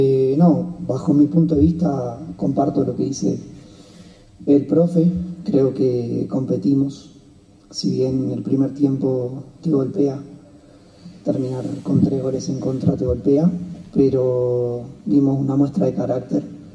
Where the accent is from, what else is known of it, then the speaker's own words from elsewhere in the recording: Argentina; now in Bolivia; Nada, yo soy argentino, vine este año acá, mi primera experiencia en el fútbol boliviano.